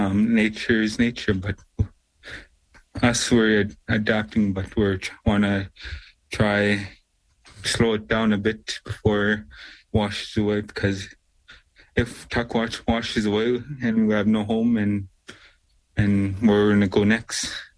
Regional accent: Tuktoyaktuk, Northwest Territories, Canada; I grew up in Tuktoyaktuk. I love that community.

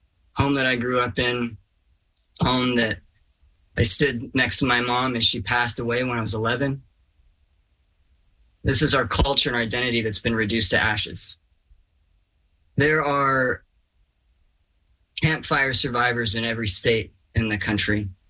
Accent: Paradise, California, United States; I grew up in Paradise. My mom grew up in Paradise, a little sleepy mountain town of 28,000 in the foothills of the Sierras.

